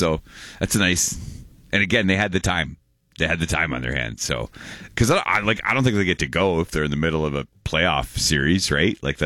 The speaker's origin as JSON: {"language": "English", "town": "Fort Erie", "region": "Ontario", "country": "Canada", "tie": "born or raised there", "also_born_or_lived": "Buffalo / Toronto", "lives_now": "St. Catharines, Canada", "said": "growing up in Fort Erie is like a mini Buffalo."}